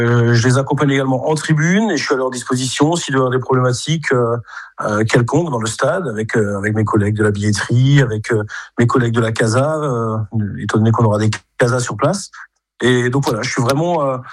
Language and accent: French; Grand Est, France; C'était déjà une énorme fierté, en tant qu'Alsacien, de représenter le Racing dans les différentes villes de France et d'Europe, d'ailleurs.